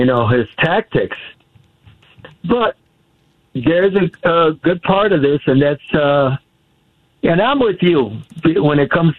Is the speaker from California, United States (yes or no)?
yes; California, United States; I grew up on 18th in California.